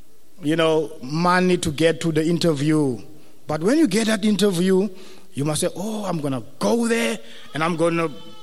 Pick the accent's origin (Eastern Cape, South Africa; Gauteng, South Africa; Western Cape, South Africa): Western Cape, South Africa; Beaufort West; I was born and bred in Beaufort West